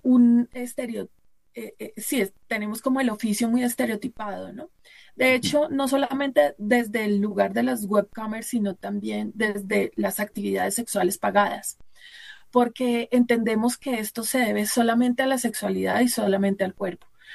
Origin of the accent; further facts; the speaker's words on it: Bogotá, Colombia; pues porque yo soy Rola y estoy enamoradísima de Bogotá.